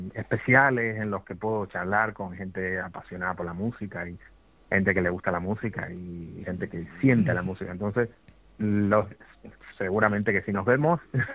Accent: Extremadura, Spain; Para mí, que bueno, que soy un extremeño de pego.

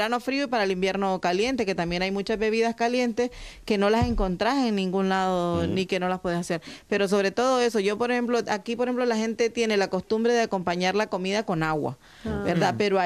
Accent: Nicaragua; moved away

